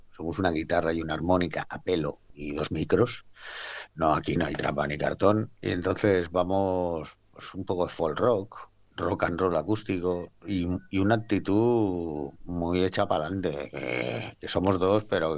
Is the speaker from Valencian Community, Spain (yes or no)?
no; Cornellà de Llobregat, Catalonia, Spain; Pero bueno, somos gente de Cornellá y claro que nos orgullece tocar en Cornellá